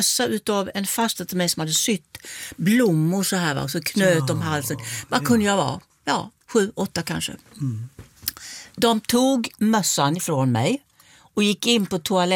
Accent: Kristianstad, Skåne, Sweden; Men jag började när jag var 6 hemma i Kristianstad.

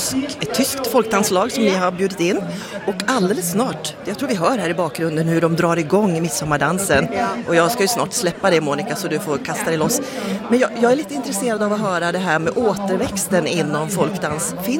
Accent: Gävleborg County, Sweden; moved away; det är nästan så jag får flashbacks till min barndom uppe i Hälsingland.

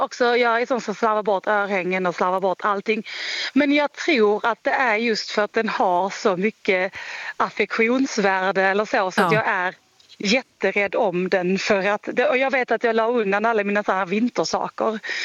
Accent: Skåne, Sweden; now in Oslo, Norway; Eller, ja, alltså jag bor i Oslo, ja. Även om jag är från Skåne.

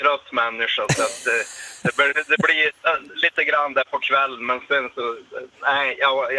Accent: Saxnäs, Västerbotten County, Sweden; Ja, Saxnäs är hemmaorten, men nu står jag på mitt emellan Medelås.

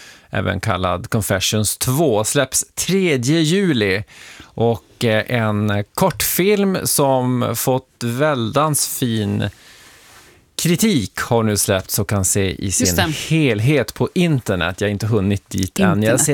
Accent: Sweden; Och vi i Sverige

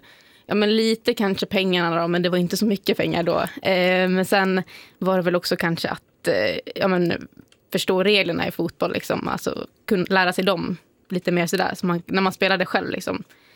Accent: Säter, Dalarna County, Sweden; Jag är ju från Säter då

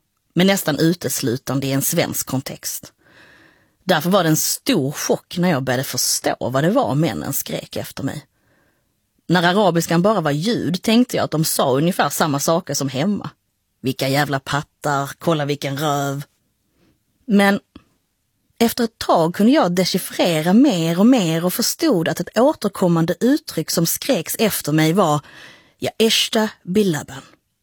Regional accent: Höör, Skåne, Sweden; moved away; also born or lived in Cairo; att komma från Höör respektive Kairo

